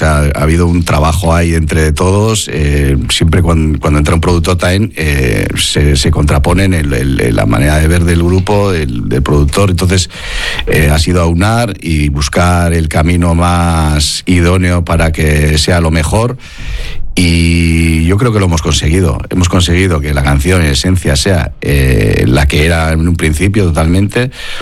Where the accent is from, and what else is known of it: Oñati, Basque Country, Spain; born or raised there